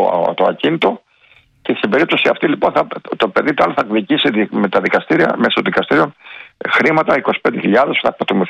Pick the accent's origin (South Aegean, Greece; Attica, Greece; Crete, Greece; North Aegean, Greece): Crete, Greece; Platanias; από τον Πλετανιά, το χωριό μου, καταγωγή από τον Πλετανιά.